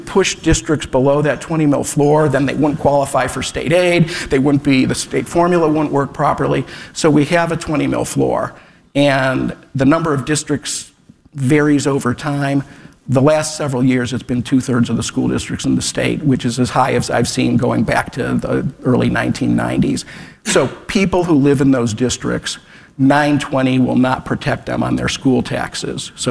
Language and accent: English; Cleveland Heights, Ohio, United States; born there; So I was born in Cleveland Heights.